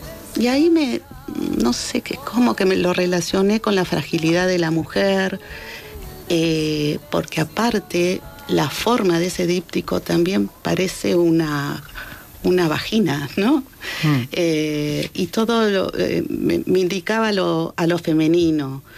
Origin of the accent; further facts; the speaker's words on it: Argentina; moved away; hice un link mental con todo eso de donde vengo, ¿no? Del país de donde vengo.